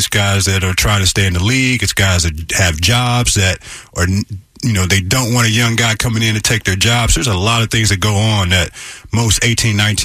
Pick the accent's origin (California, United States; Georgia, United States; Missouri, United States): Missouri, United States; St. Louis; I'm from St. Louis, so everywhere I go, we talk about St. Louis